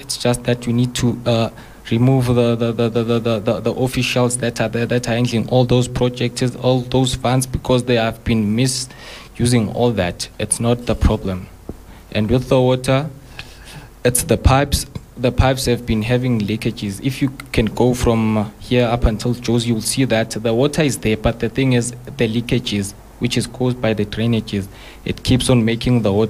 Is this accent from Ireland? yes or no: no; Durban, KwaZulu-Natal, South Africa; moved away as an adult; now in Johannesburg, South Africa; I grew up in KZN in Durban, and I started being a Johannesburg resident here in Region F in 2022.